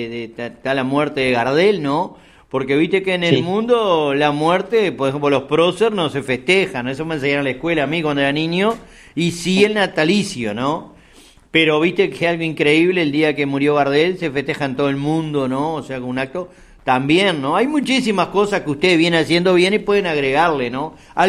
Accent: Salto, Uruguay; Como uruguayo, como salteño

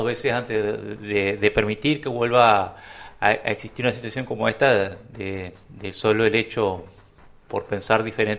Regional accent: Uruguay; nuestra identidad como uruguayos

